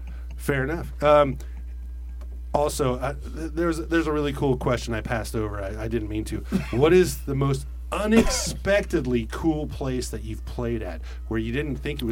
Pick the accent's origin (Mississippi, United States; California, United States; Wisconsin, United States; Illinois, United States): California, United States; San Jose; I'm from San Jose